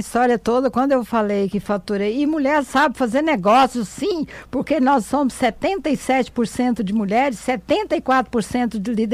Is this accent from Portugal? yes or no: no; Goiás, Brazil; accent: mineiro; moved away; Minha mãe é mineira. Todo dia alguém pergunta se eu sou mineira, porque eu tenho esse sotaque de mineiro mesmo. Mas eu falo que eu aprendi a fazer negócio foi ali, no alpendre da casa da fazenda, com meu pai